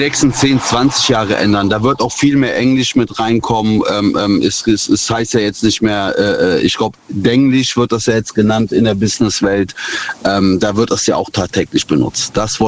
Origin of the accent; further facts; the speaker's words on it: North Rhine-Westphalia, Germany; Ich bin aus der Nähe von Bonn.